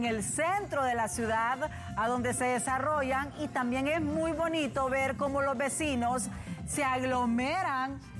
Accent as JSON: {"language": "Spanish", "country": "Honduras", "said": "todos somos hondureños"}